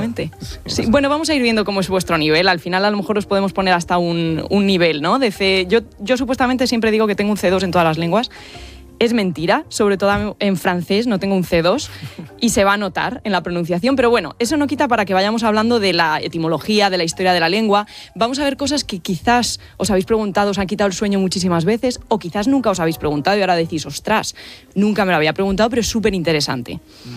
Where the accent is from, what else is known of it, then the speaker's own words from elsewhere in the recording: Guadalajara, Castilla-La Mancha, Spain; born there; Nací en Guadalajara.